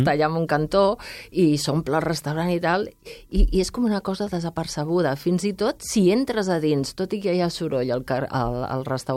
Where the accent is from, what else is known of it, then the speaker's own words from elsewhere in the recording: Catalonia, Spain; com a catalans